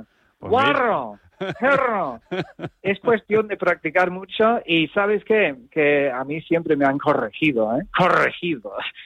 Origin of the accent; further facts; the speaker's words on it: Tenerife, Canary Islands, Spain; yo soy de Tenerife.